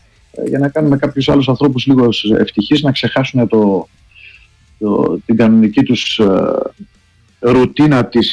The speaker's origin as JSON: {"language": "Greek", "country": "Greece", "said": "Γιατί είμαι Έλληνας"}